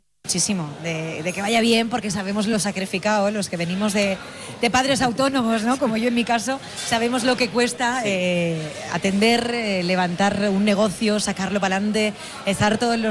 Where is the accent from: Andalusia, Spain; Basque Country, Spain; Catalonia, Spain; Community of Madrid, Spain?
Andalusia, Spain; Almería; Compramos mucho lo nuestro, somos los almerienses.